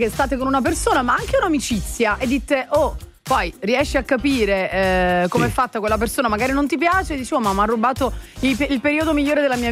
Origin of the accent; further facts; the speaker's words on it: Pagani, Campania, Italy